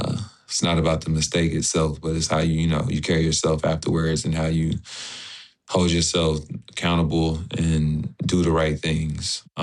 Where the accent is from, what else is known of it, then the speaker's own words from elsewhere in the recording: United States; we're all American. At the end of the day, that flag represents every single one of us. And I'm proud to have that flag, just like everybody else.